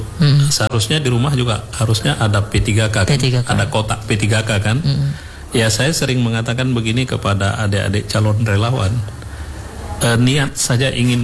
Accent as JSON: {"language": "Indonesian", "region": "Aceh", "country": "Indonesia", "tie": "born or raised there", "said": "Tapi Luksmawe depan kampung saya kena juga."}